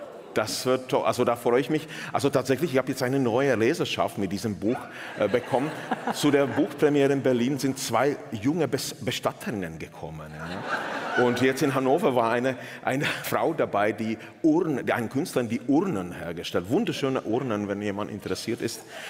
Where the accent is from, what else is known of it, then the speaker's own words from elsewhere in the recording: Bohemian Paradise, Czechia; now in Germany; eine wirklich eine schöne Eisenbahnfahrt durch das böhmische Paradies, so heißt die Gegend, wo ich herkomme. Bekannt für viele tolle Brauereien